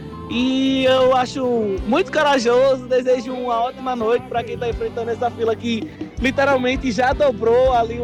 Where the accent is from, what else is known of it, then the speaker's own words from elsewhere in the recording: Recife, Pernambuco, Brazil; also born or lived in Maragogi; now in Caruaru, Brazil; eu sou natural de Recife, mas eu, como mesmo nós dizemos, eu moro em Maragogi.